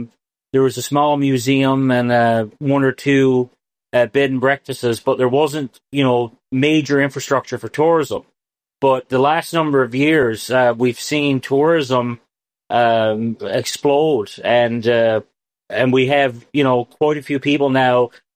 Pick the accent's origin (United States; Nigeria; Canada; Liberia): Canada; Dildo, Newfoundland and Labrador; I've never been ashamed to ever say I was from Dildo.